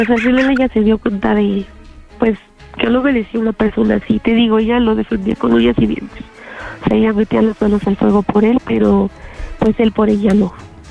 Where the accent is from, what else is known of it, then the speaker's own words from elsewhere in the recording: Iztapalapa, Mexico City, Mexico; Sí, de Iztapalapa.